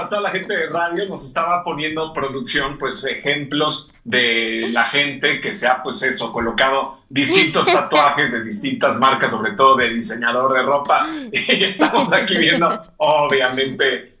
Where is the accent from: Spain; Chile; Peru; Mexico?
Mexico; Cancún, Quintana Roo; Cuando salía yo a jugar al básquetbol, porque en mi época todavía alcancé yo a jugar en las calles de Cancún, tú imagínate el sol en Can